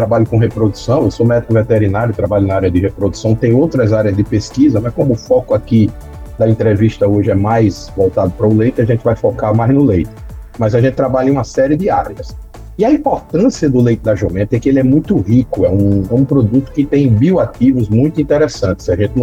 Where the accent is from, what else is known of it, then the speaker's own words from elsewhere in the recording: Northeast Region, Brazil; Eu sou do Nordeste, então no Nordeste a gente recebeu uma demanda da Polícia Rodoviária Federal